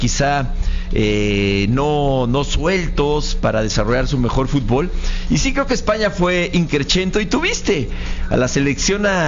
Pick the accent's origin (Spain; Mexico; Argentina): Mexico; No, yo soy mexicano.